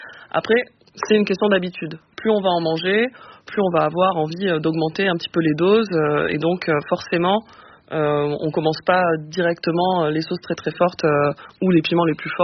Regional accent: Perpignan, Occitanie, France; je suis originaire de Perpignan

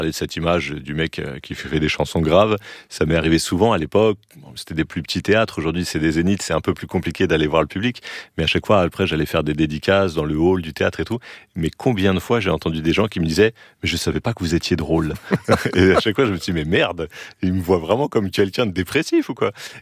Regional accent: Saint-Denis, Île-de-France, France; Je viens de Saint-Denis

